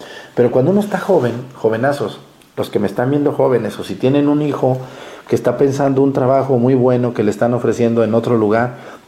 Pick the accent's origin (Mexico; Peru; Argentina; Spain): Mexico; Jalisco; now in Guerrero, Mexico; yo soy de Jalisco y miren, estoy aquí en Guerrero